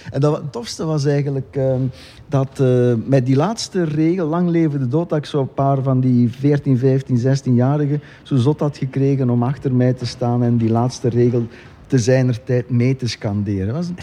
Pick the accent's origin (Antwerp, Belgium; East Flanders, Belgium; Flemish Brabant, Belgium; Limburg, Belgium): East Flanders, Belgium; Nee, maar wij komen alle 2 van het Waasland.